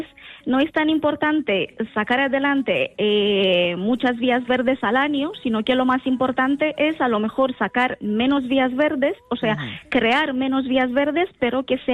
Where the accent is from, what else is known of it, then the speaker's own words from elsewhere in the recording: Italy; now in Spain; porque yo soy italiana, pero vivo en España desde hace ya 17, 18 años